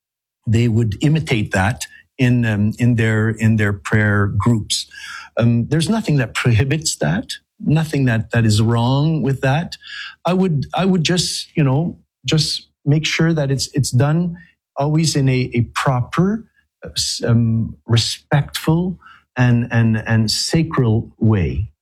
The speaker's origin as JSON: {"language": "English", "country": "Canada", "said": "I'm French Canadian."}